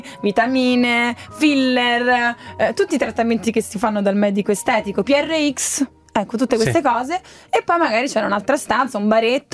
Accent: Rome, Lazio, Italy; io da romana

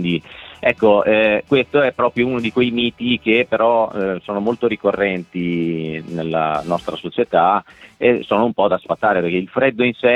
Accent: Emilia-Romagna, Italy; now in Rome, Italy; No, io sono, in realtà sono romagnolo, però ormai da 12 anni vivo a Roma per lavoro, però effettivamente sì, dall'accento forse si capisce che non sono

